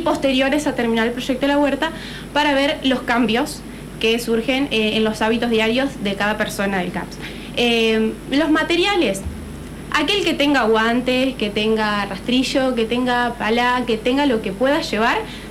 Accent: Entre Ríos, Argentina; yo soy de Asenken, Entre Ríos.

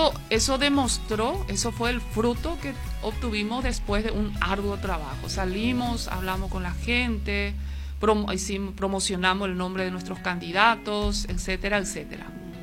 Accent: Minga Guazú, Alto Paraná, Paraguay; como yo soy minguera, nací en Mingaguazú

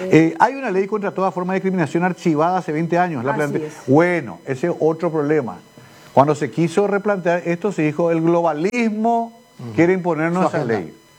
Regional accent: Paraguay; en Paraguay, que somos todos rubios, ojos verdes.

